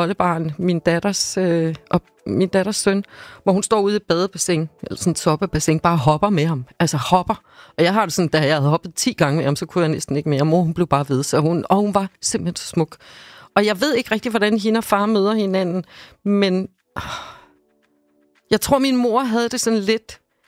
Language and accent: Danish; Slagelse, Zealand, Denmark; also born or lived in Havrebjerg; Jeg er født i Slagelse.